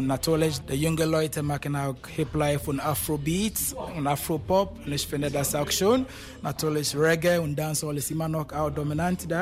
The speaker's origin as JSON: {"language": "German", "country": "Ghana", "moved": "yes", "lives_now": "Germany", "said": "Ich komme aus Ghana, ja, aber ich wohne jetzt seit 10 Jahren in Deutschland."}